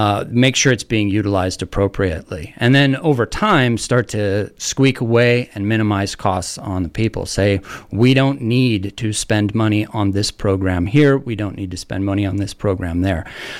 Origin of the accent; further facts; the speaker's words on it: Port Townsend, Washington, United States; I am a father, a son, and a neighbor with roots in the Olympic Peninsula. I was born and raised in Jefferson County, Port Townsend Jefferson General Hospital back in the 70s, and I've lived here my entire life.